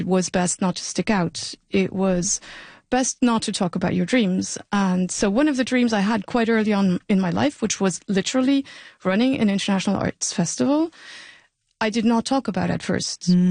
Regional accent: Luxembourg City, Luxembourg; moved away; I'm from Luxembourg City.

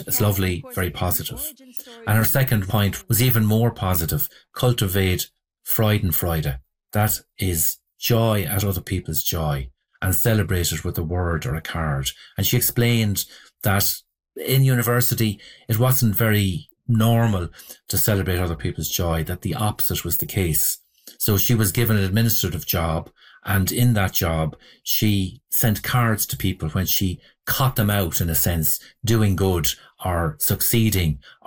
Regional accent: Waterford, Munster, Ireland; now in Dublin, Ireland; I come from Waterford in the south of Ireland, and I've lived most of my life in Dublin, where I've pursued a career as a civil servant, a policy advisor

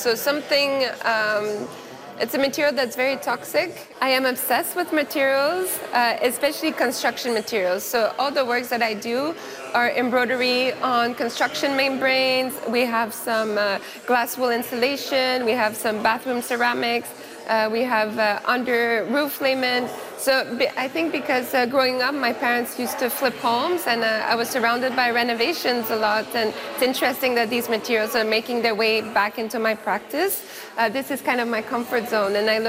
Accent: Aylmer, Quebec, Canada; born or raised there

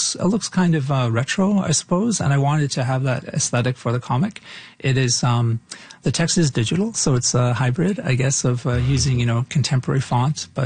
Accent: Toronto, Ontario, Canada; I am riffing off of a lot of things that inspired me as a kid growing up in Toronto.

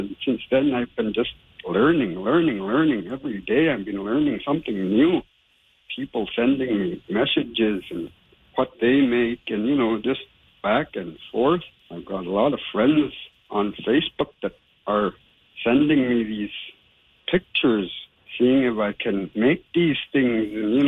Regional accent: Tuktoyaktuk, Northwest Territories, Canada; moved away as an adult; now in Inuvik, Canada; I live here in Inuvik. I'm originally from Tuktoyaktuk, but I moved here 20 years ago and I've never went back to Tuk pretty much. Just stayed around Inuvik.

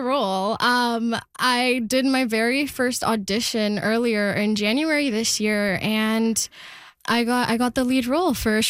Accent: India; first language Telugu; English is a second language; So in Telugu media, which is, again, my native language, in Telugu media, they still put on plays.

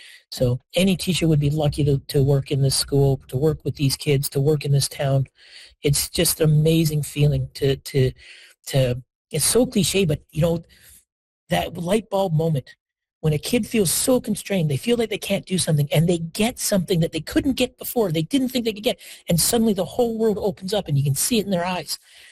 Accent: Canada; also born or lived in Maritimes / British Columbia; consider myself someone from the Maritimes or someone from BC or all the different places I lived. I'm a Canadian.

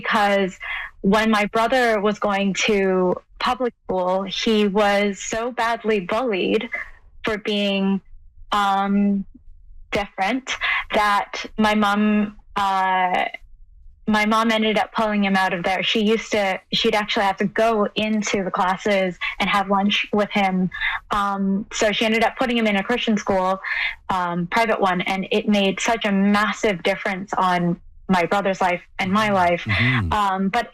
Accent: Guelph, Ontario, Canada; born or raised there

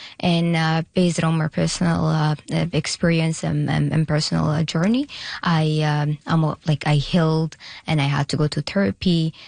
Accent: Khartoum, Sudan; moved away as an adult; also born or lived in Eritrea; now in Ottawa, Canada; I'm originally from Eritrea, but I grew up in Khartoum, Sudan. That's where I was born and raised, and now I went to college there as well. And then 2023, I came here.

